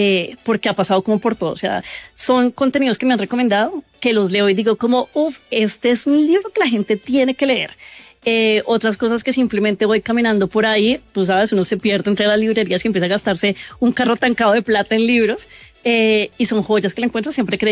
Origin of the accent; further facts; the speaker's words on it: Bogotá, Colombia; Un beso de Dick, de un autor bogotano, es un libro maravilloso que también siento que todos como rolos nos lo tenemos que leer.